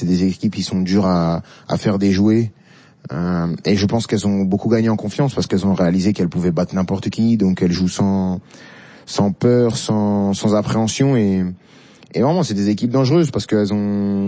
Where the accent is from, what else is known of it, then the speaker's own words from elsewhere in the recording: France; je suis né en France et j'ai tout fait en France